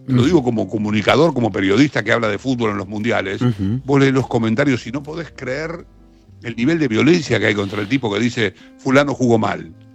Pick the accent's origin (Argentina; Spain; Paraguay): Argentina